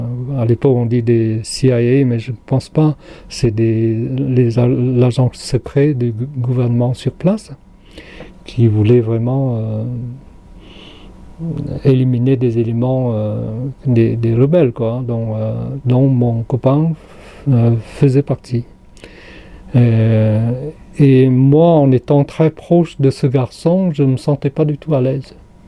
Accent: Cambodia; now in France; j'ai quitté le Cambodge comme sur quelque chose que je ne maîtrisais pas du tout. Et même en arrivant en France au bout de 3 ans, j'ai fait des cauchemars presque tous les soirs

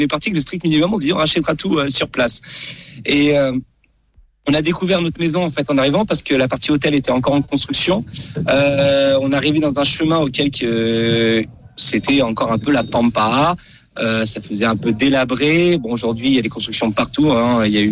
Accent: Nantes, Pays de la Loire, France; Moi, je suis nantais de base

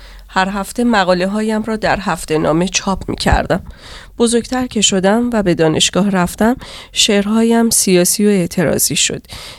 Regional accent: Iran; French is a second language; moved away as an adult; now in France; Je viens d'Iran. J'ai 40 ans.

